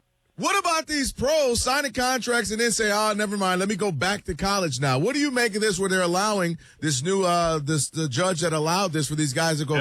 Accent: Ann Arbor, Michigan, United States; when I was a kid, you know, I'm born and raised in Ann Arbor, and you used to torture us when you were running at Ohio State.

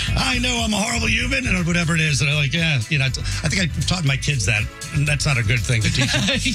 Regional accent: Northeast, United States; I grew up in the Northeast.

